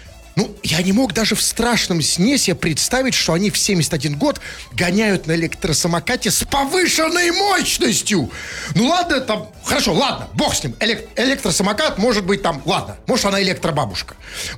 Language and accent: Russian; Lipetsk Oblast, Russia; now in Moscow, Russia; Типа, я из Липецкой области переехал, так сказать